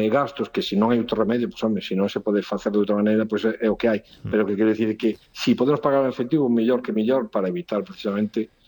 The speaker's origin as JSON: {"language": "Galician", "town": "Lugo", "region": "Galicia", "country": "Spain", "said": "como no meu caso meu, que son de Lugo, e aquí temos o San Froilán"}